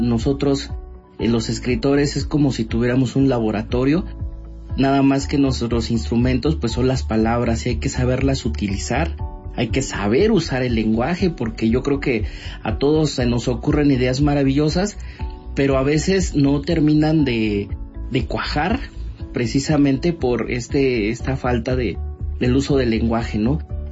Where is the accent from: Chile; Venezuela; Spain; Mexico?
Mexico